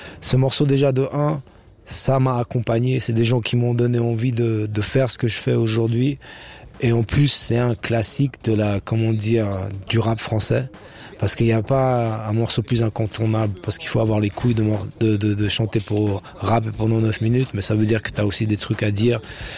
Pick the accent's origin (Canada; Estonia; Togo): Estonia; French is a second language; moved away; j'avais vraiment un salaire accent aussi parce que je venais d'Estonie, j'apprenais le français sur le tas